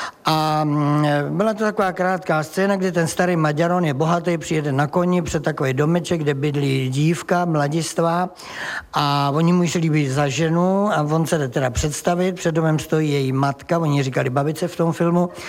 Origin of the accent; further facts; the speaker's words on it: South Bohemian Region, Czechia; řeknu, promiňte, já jsem blbej Jihočech a pojedu domů